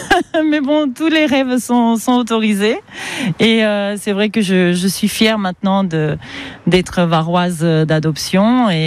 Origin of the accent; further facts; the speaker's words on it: Argentina; moved away as an adult; now in Var, France; Je viens d'Argentine. Mon premier métier, c'était le métier de traductrice. Donc, je parle couramment 4 langues.